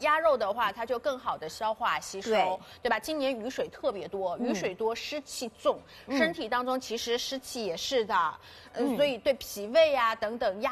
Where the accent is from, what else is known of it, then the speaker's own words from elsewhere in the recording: China; 老祖宗其实真的，我们中国人很多智慧，对吧？